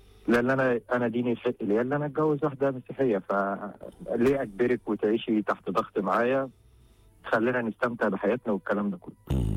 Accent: Egypt; في الاول هي كانت متوترة عشان انا مصري وهي كانت يونانية، فبعد كده قدرنا نتجاوز النقطة دي.

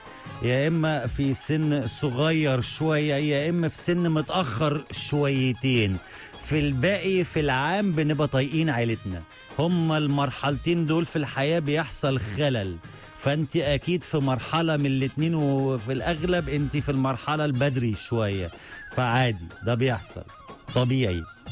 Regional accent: Aswan, Aswan Governorate, Egypt; now in Alexandria, Egypt; عايزه تحيه منك لماما وبابا وجوزي كريم، وعاوزه اغنيه على ذوقك. انا اصلا من اسوان، بس عايشه في اسكندريه.

